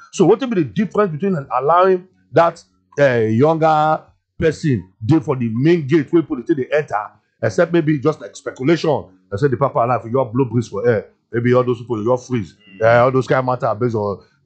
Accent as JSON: {"language": "English", "town": "Jos", "region": "Plateau", "country": "Nigeria", "said": "say I come from Jos, but I don't let that just my ear fool."}